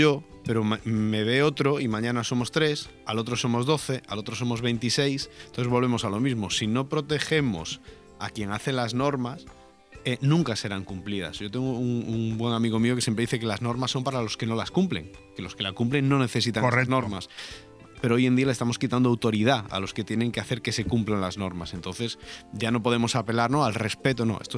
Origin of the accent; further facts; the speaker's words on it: Galicia, Spain; moved away; yo como gallego